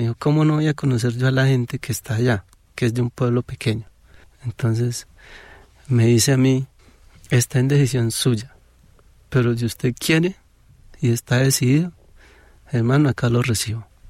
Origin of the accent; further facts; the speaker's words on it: Amazonas, Colombia; moved away; él conoce mi pueblo, él conoce mi corregimiento, él estuvo en Puerto Arica.